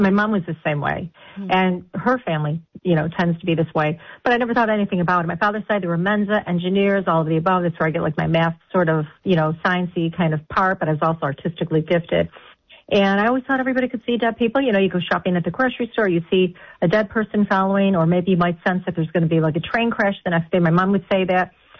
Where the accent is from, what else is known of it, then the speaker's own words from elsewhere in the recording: Buffalo, New York, United States; I'm from Buffalo.